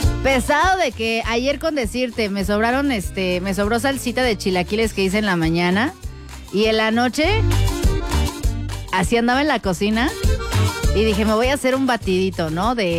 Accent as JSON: {"language": "Spanish", "country": "Mexico", "said": "como todo mexicano que se respeta"}